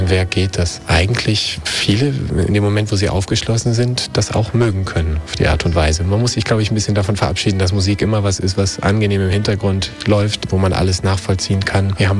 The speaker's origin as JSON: {"language": "German", "region": "Berlin", "country": "Germany", "lives_now": "Munich, Germany", "said": "habe vorher studiert noch in Berlin sehr lange, wo es auch meine Heimat ist"}